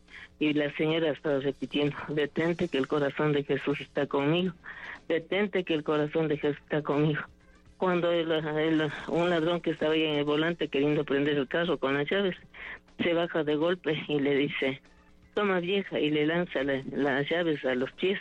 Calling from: Valle de los Chillos, Pichincha, Ecuador; del Valle de los Chillos.

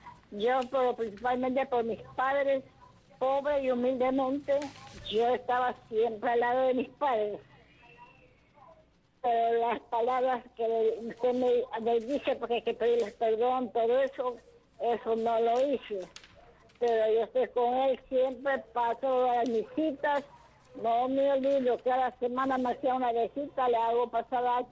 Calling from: Pasaje, El Oro, Ecuador; de aquí de Pasaje, América.

